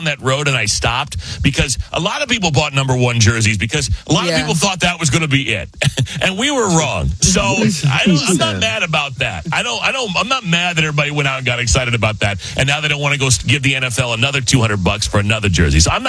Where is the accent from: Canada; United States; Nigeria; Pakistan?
United States; Arizona; now in Chicago, United States; I didn't grow up in Illinois. I grew up in Arizona, spring training. We didn't have a baseball team.